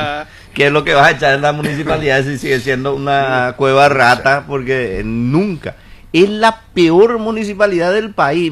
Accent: Paraguay; Yo soy paraguayo.

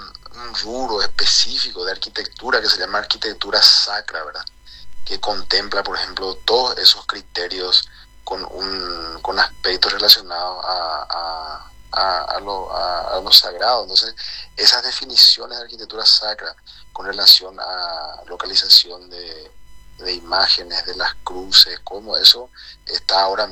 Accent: Ciudad del Este, Alto Paraná, Paraguay; Somos todos de Ciudad del Este.

